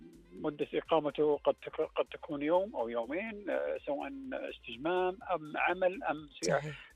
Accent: Saudi Arabia; في المملكة العربية السعودية وخاصة عندنا في الرياض وجدة

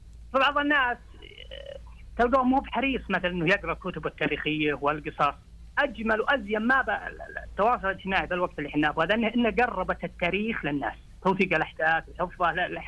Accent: Al-Qassim, Saudi Arabia; accent: Qassimi; إني دامج اللهجتي القصيمية بسرد القصة. طبيعي إني أعتز بلهجتي وتكلمها

